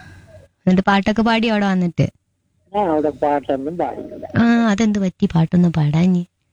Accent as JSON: {"language": "Malayalam", "town": "Thrissur", "region": "Kerala", "country": "India", "said": "ഞാൻ തൃശ്ശൂരിന്നാ."}